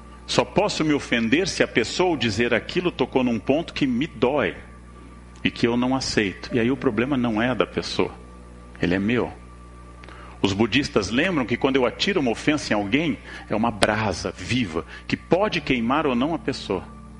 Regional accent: Rio Grande do Sul, Brazil; moved away; Devia ser alguém do meu estado. Esse tipo de sinceridade é muito gauchesca, né?

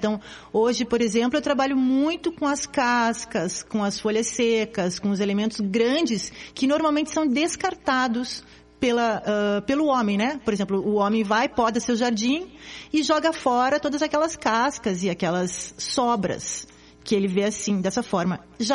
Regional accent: Curitiba, Paraná, Brazil; also born or lived in Morretes; Eu sou de Curitiba, mas eu vivi muito tempo em Morretes. As férias de infância sempre foram em Morretes.

